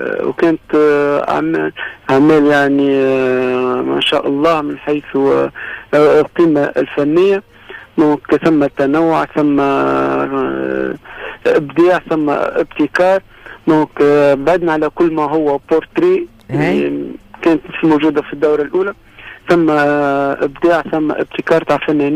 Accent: Tunisia; بلادنا تونس في الجمهورية التونسية

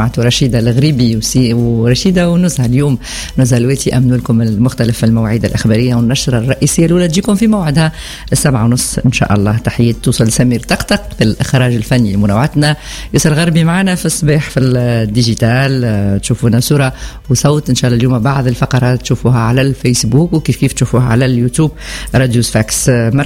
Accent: Tunisia

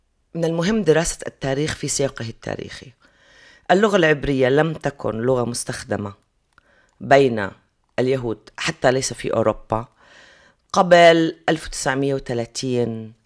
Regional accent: Palestine; وأيضا كوني فلسطينية وأنا ذاك كان يمكنني الوصول إلى الأرشيف في القدس، في القدس الغربية

